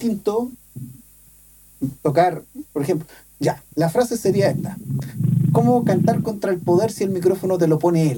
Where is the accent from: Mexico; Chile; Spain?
Chile; Maipú, Santiago Metropolitan Region; Yo soy de Maipú y no veo hoy ni cagando.